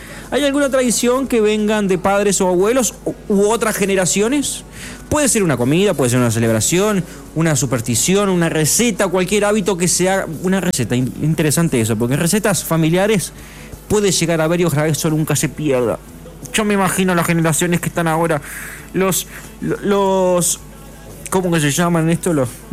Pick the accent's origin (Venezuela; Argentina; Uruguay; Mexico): Argentina